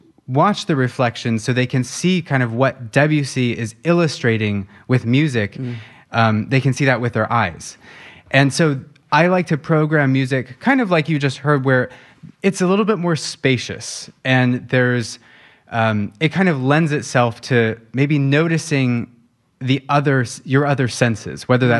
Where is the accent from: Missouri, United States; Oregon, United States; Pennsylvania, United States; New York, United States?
Oregon, United States; Sunriver; also born or lived in Los Angeles / London; I grew up in Sun River, Oregon, and both of my parents very outdoorsy, you know, hunting, fishing, kayaking, golfing.